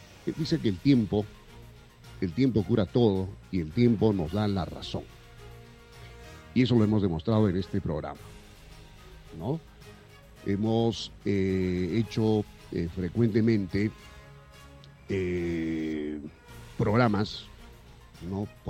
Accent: Peru; deberíamos los peruanos que hemos vivido aquellas épocas terribles de las crisis

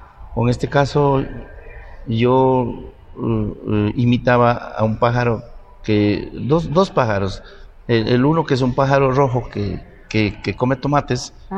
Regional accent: Pimampiro, Imbabura, Ecuador; Porque como nosotros, somos de Pimampiro, en ese tiempo una parroquia, uh-huh. pero nosotros teníamos actividades en el campo, ¿no?

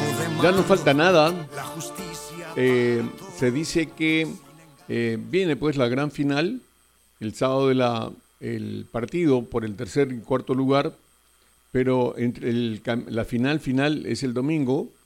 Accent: Peru

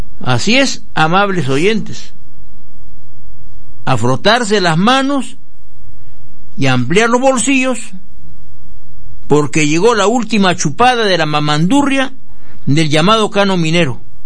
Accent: Tacna, Peru

